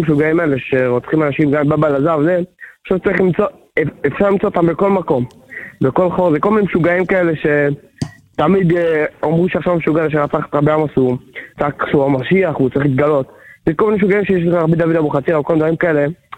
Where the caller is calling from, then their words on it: Bnei Brak, Tel Aviv District, Israel; אני בבני ברק.